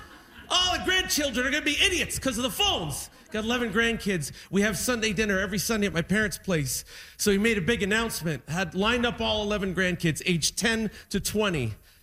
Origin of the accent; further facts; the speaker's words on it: Niagara-on-the-Lake, Ontario, Canada; Thank you, Niagara-on-the-Lake, my hometown.